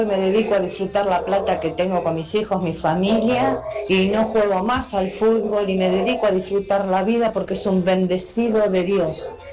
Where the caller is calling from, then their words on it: Berazategui, Buenos Aires Province, Argentina; de Brazategui.